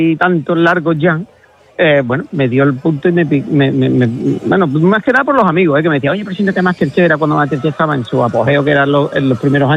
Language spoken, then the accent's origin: Spanish; Andalusia, Spain; mi pueblo está a 40... Yo digo que Villarro está a 40 kilómetros de todo, porque está a 40 kilómetros de Huelva capital, está a 45 de Sevilla, está a 42 del Rocío, está a 40 kilómetros